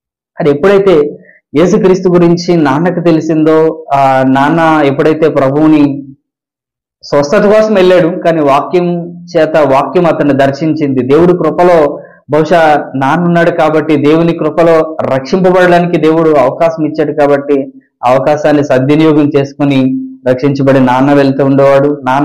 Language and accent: Telugu; Kontalam, Andhra Pradesh, India; మొదటిగా మాది విశాఖ జిల్లాలో ఒక చిన్న కుగ్రామం, చిన్న గ్రామం. మా గ్రామం పేరు కొంతలం గ్రామం.